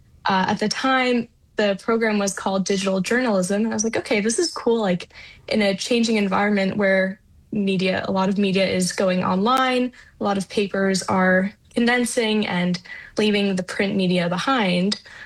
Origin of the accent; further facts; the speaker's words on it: Nome, Alaska, United States; growing up in Nome, I was just surrounded by various outdoor activities, right?